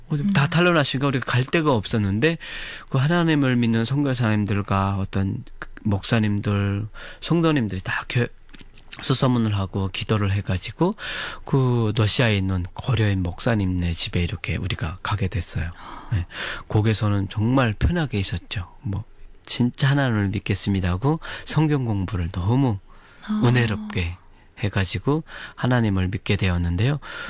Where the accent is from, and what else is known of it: North Korea; moved away as an adult